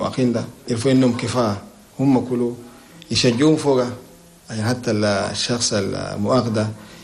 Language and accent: Arabic; Chad; يساهم في تنمية بلدنا تشاد.